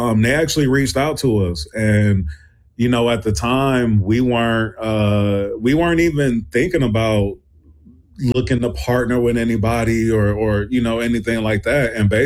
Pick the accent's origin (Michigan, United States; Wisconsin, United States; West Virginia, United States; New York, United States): Wisconsin, United States; Milwaukee; So, you know, I'm from Milwaukee, Wisconsin.